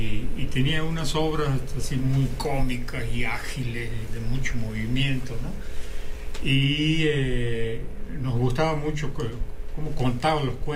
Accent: Córdoba, Argentina; moved away; yo soy originario de Argentina.

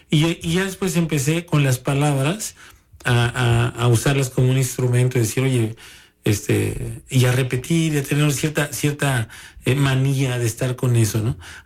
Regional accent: Xalapa, Veracruz, Mexico; yo nací prácticamente en el Callejón del Diamante. Ajá. Y viví ahí en varias, bueno, primero hasta los 18 años.

